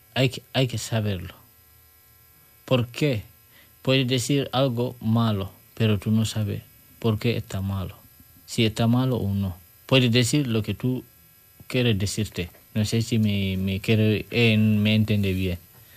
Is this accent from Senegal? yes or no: yes; Senegal; Spanish is a second language; now in Spain; Porque yo venimos de Senegal, yo estoy ahora, yo estoy en España, pero para mí, yo me siento aquí como mi país.